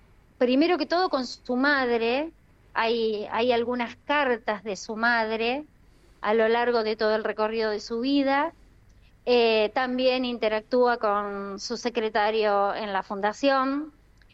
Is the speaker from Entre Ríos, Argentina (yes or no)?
no; Balcarce, Buenos Aires Province, Argentina; yo no vivo en Quilmes ni vivo en Capital, yo soy valcarceña, vivo